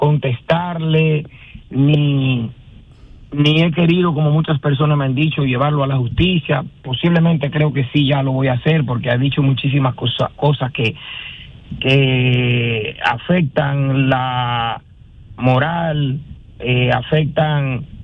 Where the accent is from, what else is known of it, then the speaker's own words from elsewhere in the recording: San José de Ocoa, Dominican Republic; moved away; mi pueblo natal, San José de Ocoa, donde todo el que me conoce sabe quién es